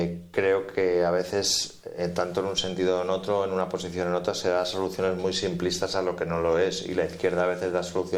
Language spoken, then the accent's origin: Spanish; Barcelona, Catalonia, Spain; yo soy de Barcelona, mis padres son de Barcelona